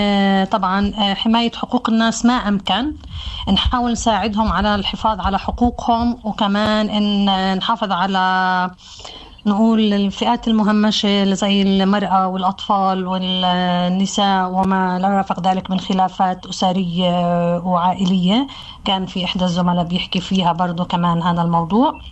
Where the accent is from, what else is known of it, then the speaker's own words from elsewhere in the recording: Palestine; اللي إحنا كمجتمع فلسطيني يمكن مش متعودين عليها